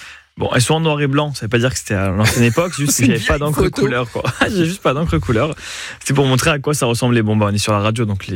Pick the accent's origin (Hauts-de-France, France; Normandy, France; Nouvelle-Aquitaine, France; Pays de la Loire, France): Hauts-de-France, France; Lille; now in Toulouse, France; Je viens de Lille, quoi. Je suis d'origine de là.